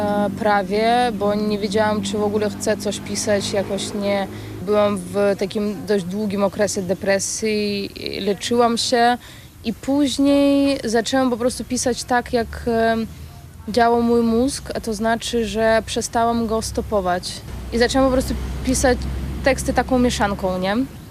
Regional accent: Belarus; Polish is a second language; now in Poland; w codzienności rozmawiam w języku białoruskim oraz w języku polskim. Nie udaję siebie za Polkę. Jestem Białorusinką

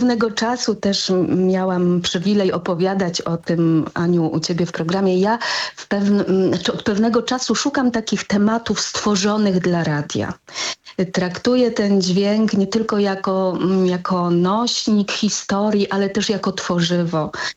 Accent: Łódź, Łódź Voivodeship, Poland; jako dziecko, jako łodzianka, bo ja pochodzę z Łodzi, dorastałam w Łodzi w latach 80.

